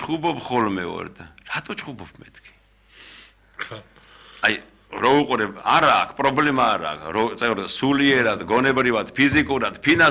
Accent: Mtskheta-Mtianeti, Georgia; მე ხევსური ვარ

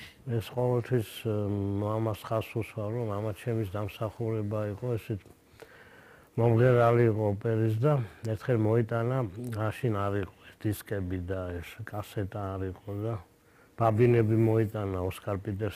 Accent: Tbilisi, Georgia; მე დავიბადე და გავიზარდე. აი ესეთი ადგილი იყო, თბილისში, სვანეთსუბნის ქვედა ნაწილი, ეს არის ჩერქეზოვი. ასე ეძახდნენ მაშინ

